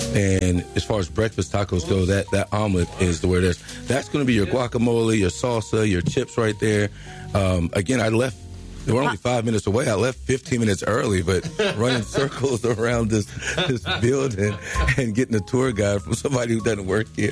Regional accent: Charlotte, North Carolina, United States; moved away as an adult; now in Chapel Hill, United States; I'm from Charlotte, which is not too far from here, but Charlotte is, it's a lot of people from a lot of different areas that didn't grow up there.

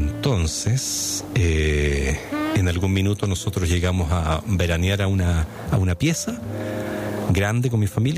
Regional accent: Chile; moved away; Yo que soy un chileno que llevo acá 4 años, me lo regaló.

